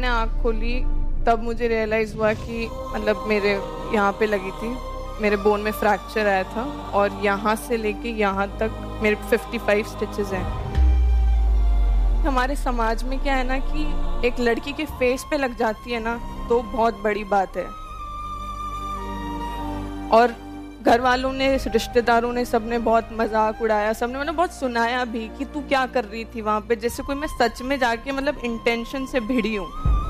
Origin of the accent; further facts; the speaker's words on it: Jaipur, Rajasthan, India; मैं जयपुर से हूँ, राइटर हूँ